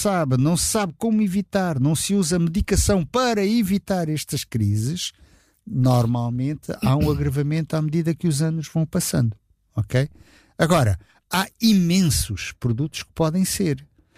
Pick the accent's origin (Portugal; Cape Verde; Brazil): Portugal; Setúbal; porque eu sou da região de Setúbal, vivi lá, cresci lá, já cheguei adulto, mas enfim, depois amadureci, se nós quisermos, em Setúbal.